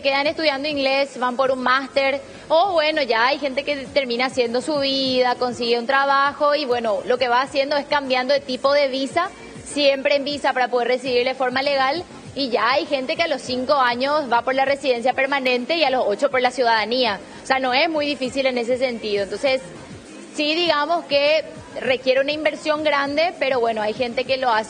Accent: Paraguay; moved away as an adult; now in Ireland; Yo soy de Paraguay. Paraguay es un país mediterráneo. Nosotros no tenemos costa.

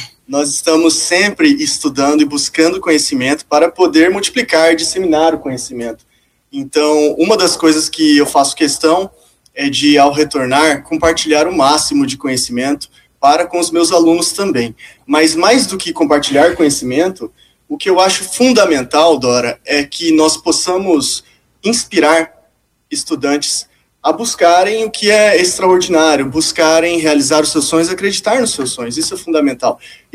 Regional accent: Campo Grande, Mato Grosso do Sul, Brazil; moved away as an adult; now in Ponta Porã, Brazil; Eu sou de Campo Grande.

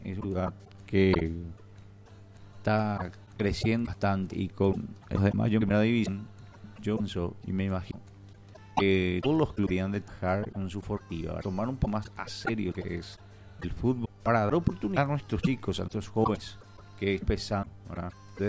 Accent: Paraguay; Como paraguayos tenemos que ver

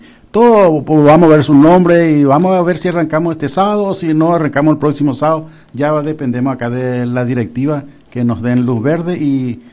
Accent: Asunción, Asunción Capital District, Paraguay; born there; Yo nací en la Cruz Blanca. La Cruz Blanca que queda sobre Rodríguez, Francia y Juan y Oleari. En el centro mismo es de Asunción. Entonces, por eso lo que hablo más castellano que el guaraní.

